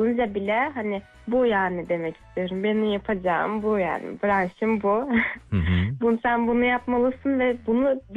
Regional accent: Adıyaman, Turkey; Adıyamanlıyım, Adıyaman'da yaşıyorum. 21 yaşındayım.

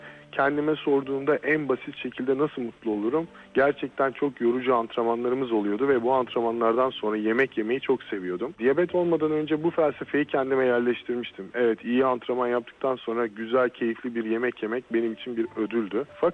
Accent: Ankara, Turkey; born there; 1982 Ankara doğumluyum.

